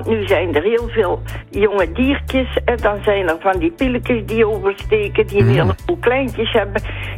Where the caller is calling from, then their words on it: Kloosterzande, Zeeland, Netherlands; Ik woon in Kloosterzande.